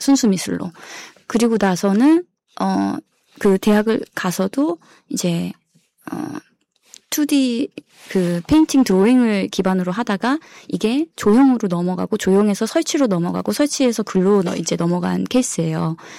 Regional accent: New Zealand; also born or lived in South Korea; 저 같은 경우는 뉴질랜드에서 자랐고 초등학교 때까지만 한국에서 있었고 뉴질랜드에서 모든 학교를 다녔고

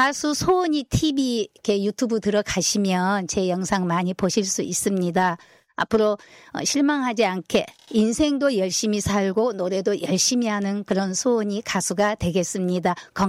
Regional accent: Haenam, South Jeolla, South Korea; 고향이 해남이라고 했잖아요. 그래서 … 라는 곡도 있어요.

